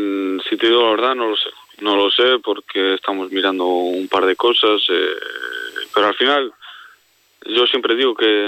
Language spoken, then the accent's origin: Spanish; Logroño, La Rioja, Spain; moved away; Yo salí de Logroño por cumplir un sueño, lo he cumplido, vamos a intentar seguir cumpliendo sueños y yo estoy muy contento.